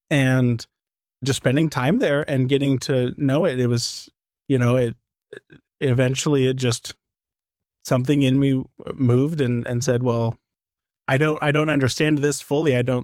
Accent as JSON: {"language": "English", "region": "Nebraska", "country": "United States", "tie": "born or raised there", "moved": "as an adult", "lives_now": "South Canaan, United States", "said": "I was born and raised in Nebraska, and I was baptized as a baby."}